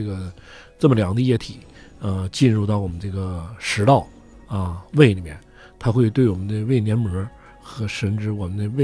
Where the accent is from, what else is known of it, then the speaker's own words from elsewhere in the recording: Northeast China, China; accent: Northeastern dialect; 我们东北话叫扎不拉的